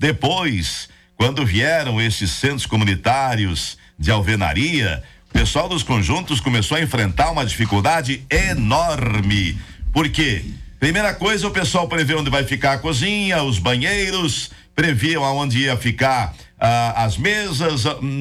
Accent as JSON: {"language": "Portuguese", "town": "Concórdia", "region": "Santa Catarina", "country": "Brazil", "said": "Aqueles tradicionais do nosso interior de Concórdia"}